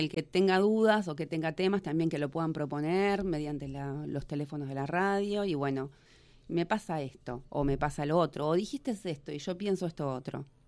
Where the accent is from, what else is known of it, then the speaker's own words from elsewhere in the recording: Montevideo, Uruguay; moved away as an adult; Yo soy de Montevideo. Hace 4 años, cuando dejé mi Montevideo, voy ahora y no lo conozco.